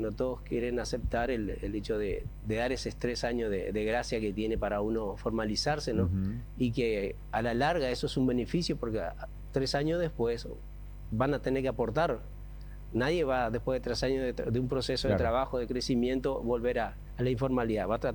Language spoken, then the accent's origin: Spanish; Uruguay; moved away; Bueno, contanos, yo soy una persona, soy extranjero, o sea, vine de Uruguay hace 38 años.